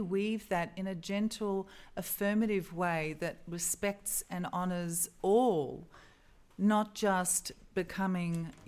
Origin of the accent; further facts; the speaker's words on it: Australia; born there; I was born in Australia